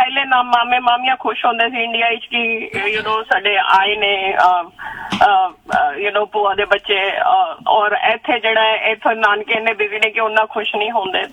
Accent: Delhi, India; moved away; ਮੈਂ ਦਿੱਲੀ ਤੋਂ ਬਿਲੋਂਗ ਕਰਨੀ ਆ ਮੈਂ ਪੜ੍ਹੀ ਜੰਪਲ ਮੇਰੀ ਉੱਥੇ ਦੀ ਹੈ ਤੇ ਮੈਂ ਇੱਥੇ ਪੜ੍ਹੀ ਹਾਂ

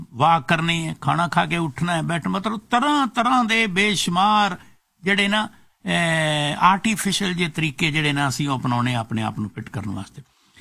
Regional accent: Punjab, India; ਵੈਸੇ ਮੇਰਾ ਬਚਪਨ ਜਿਹੜਾ ਸਾਰਾ ਉਹ ਬੀਤਿਆ ਮਾਲਵੇ ਚ, 23-24 ਸਾਲ ਦਾ ਮੈਂ ਮਾਲਵੇ ਚ ਸੀ। ਫਿਰ ਜਦੋਂ ਨੌਕਰੀ ਲੱਗੀ ਨਾ ਫਿਰ ਮੈਂ ਮੱਝ ਚ ਆਇਆ ਨੌਕਰੀ।

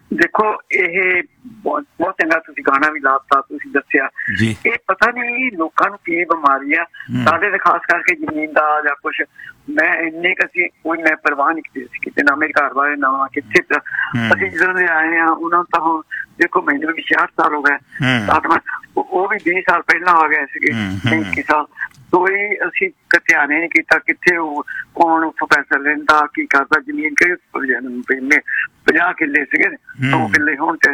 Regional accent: Pakistan; moved away; ਮੈਂ ਪਾਕਿਸਤਾਨ ਤੋਂ ਆਈ ਸੀ 8-9 ਸਾਲ ਹੋਏ

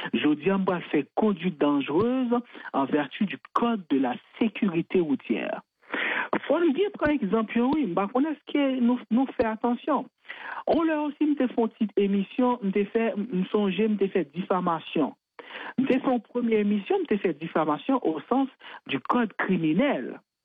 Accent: Haiti; now in Canada; tout le monde nous on est haïtien

